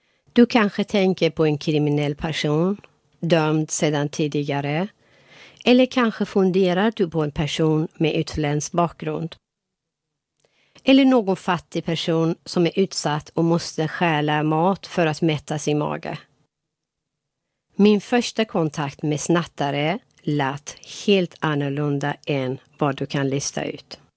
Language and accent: Swedish; Iran; Swedish is a second language; moved away as an adult; now in Gothenburg, Sweden; Jag är från Iran. Jag är uppfostrad i en familj där heder, moral och samvete värdesattes högt.